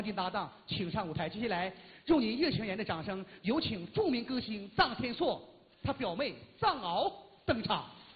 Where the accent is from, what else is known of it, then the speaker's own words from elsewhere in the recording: Changchun, Jilin, China; 我的春城的父老乡亲啊，说句实在话，走遍天涯海角，唯独我们长春人最好啊！